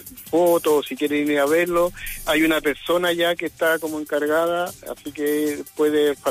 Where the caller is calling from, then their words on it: Coquimbo, Chile; Estoy llamando de acá de Coquimbo